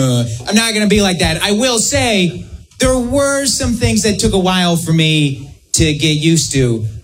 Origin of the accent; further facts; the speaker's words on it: Canada; now in United States; I'm actually from Canada. I know, exotic, quite impressive. And I've been living here in the States for a little while now.